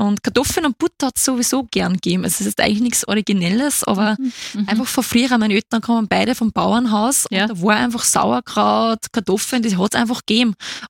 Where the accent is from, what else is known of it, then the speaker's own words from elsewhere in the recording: Waldhausen im Strudengau, Upper Austria, Austria; ich komme aus dem Mühlviertel, Waldhausen im Strudengau, wunderschönes Fleckchen. Waldhausen im Strudengau, das ist in der Nähe von Krain an der Donau